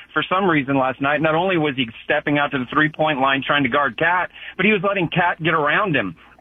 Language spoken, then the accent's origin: English; San Antonio, Texas, United States; now in Austin, United States; I do live in Austin now, but I was born at Fort Sam Houston. I grew up in San Antonio